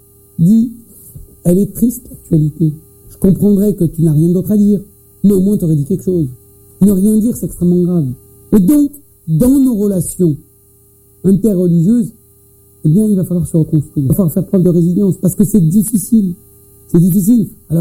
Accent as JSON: {"language": "French", "country": "France", "tie": "born or raised there", "said": "ce pays dans lequel je suis né, j'ai grandi."}